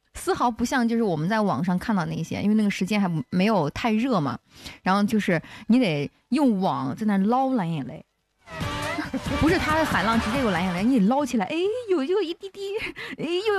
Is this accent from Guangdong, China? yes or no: no; Hefei, Anhui, China; born there; 我小时候在合肥